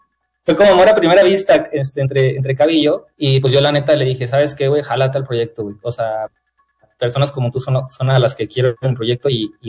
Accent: San Luis Potosí, Mexico; soy de San Luis

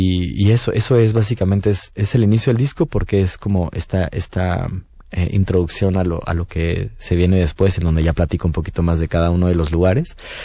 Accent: Mexico

